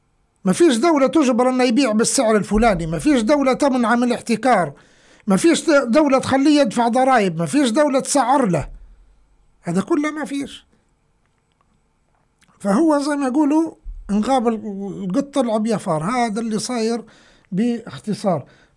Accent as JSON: {"language": "Arabic", "country": "Libya", "said": "هو ليبي واني ليبي اعطيني زيه"}